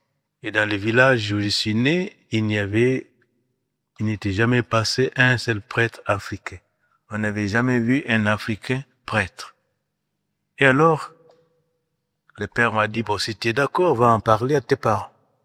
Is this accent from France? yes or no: no; Guinea; Je suis de Guinée, en Afrique de l'Ouest. Je suis d'une famille chrétienne, une famille composée de trois personnes, papa, maman et moi-même.